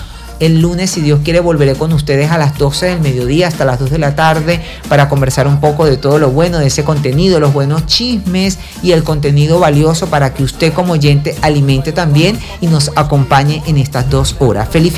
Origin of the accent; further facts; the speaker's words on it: Venezuela; somos venezolanos de bien, somos gente luchadora, gente buena